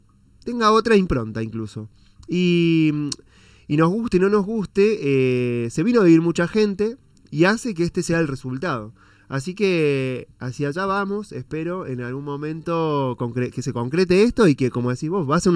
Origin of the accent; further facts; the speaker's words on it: Charbonier, Córdoba, Argentina; a quienes somos de Charbo